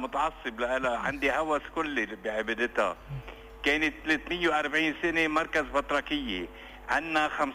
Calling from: Mayfouq, Mount Lebanon, Lebanon; من ضيعة سيدة تليج من ميفوق.

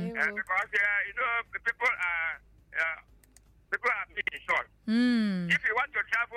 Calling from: Nigeria; from Agbodo in the local government area.

